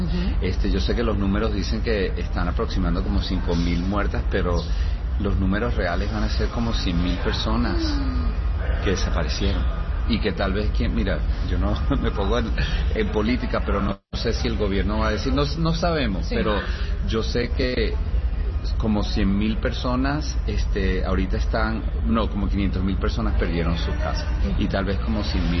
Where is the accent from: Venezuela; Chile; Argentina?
Venezuela; now in Miami, United States; Yo, siendo venezolano como tú, nos sentimos como, conchale, ¿qué hacemos, no?